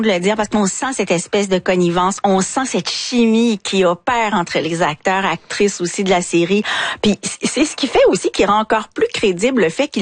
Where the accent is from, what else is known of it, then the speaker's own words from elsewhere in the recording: Quebec, Canada; Puis quand on a la quarantaine, la cinquantaine, on se reconnaît, même si on est du Québec.